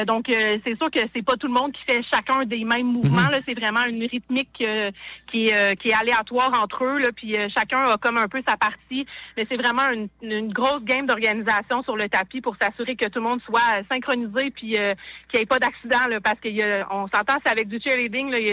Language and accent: French; Joliette, Quebec, Canada; On vient de Joliette puis on veut représenter notre coin de pays.